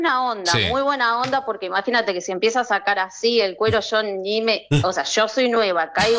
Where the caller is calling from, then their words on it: Buenos Aires, Argentina; yo estoy viviendo en Palermo.